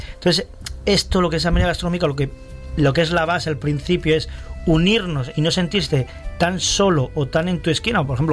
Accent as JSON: {"language": "Spanish", "town": "Almería", "region": "Andalusia", "country": "Spain", "said": "que yo vengo un poco más de fuera, soy de Almería todavía, pero vengo más de fuera, ese compañerismo, que os lo digo, no hay en otros sitios."}